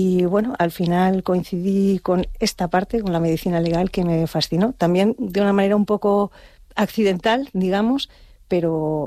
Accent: Madrid, Community of Madrid, Spain; moved away as an adult; now in Canary Islands, Spain; si tengo que hablar de un punto de partida en mi vida es Madrid. Yo soy de Madrid, aunque bueno, me siento ya casi la mitad de mi vida la llevo en Canarias, bueno, un poco menos, pero prácticamente. Pero sí que es verdad que ese es mi origen, ¿no? Mi vida en Madrid, mi infancia en Madrid

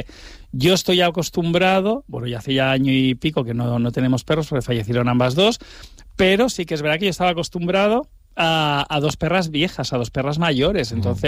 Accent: Montgat, Catalonia, Spain; also born or lived in Premià de Mar; yo soy catalán, pero vamos, nacido en Premia de Mar, es decir, en la costa del Maresme, y luego yo vivía en Montgat, que está entre Badalona y Masnou, es decir, en la costa del Maresme, pegadito a Barcelona

